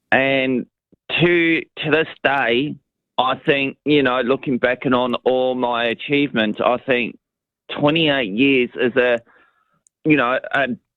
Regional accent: Bundamba, Queensland, Australia; born there; moved away; also born or lived in New Zealand; I was brought up in Bundamba, which is a little country town up in Queensland.

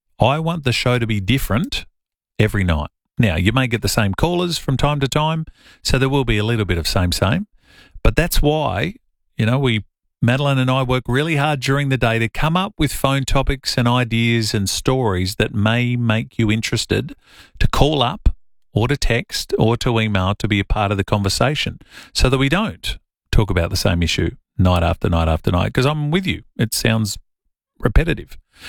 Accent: Millicent, South Australia, Australia; I'll give a quick shameless plug for my hometown. Millicent's got an excellent museum.

